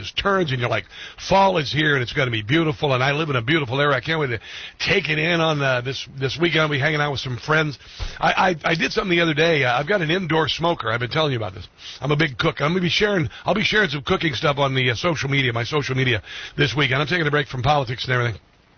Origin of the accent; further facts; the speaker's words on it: Iowa, United States; especially in your upper Midwest where I'm from Iowa.